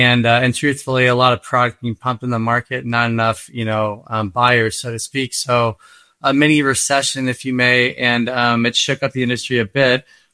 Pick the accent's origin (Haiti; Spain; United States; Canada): Canada; born there; So I was born in Canada, had to go through, get my citizenship to get clearance to work for a defense company.